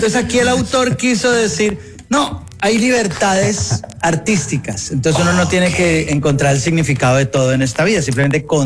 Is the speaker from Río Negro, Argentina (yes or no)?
no; Santa Fe, Argentina; pero yo no soy de Vasco. Yo soy de Santa Fe.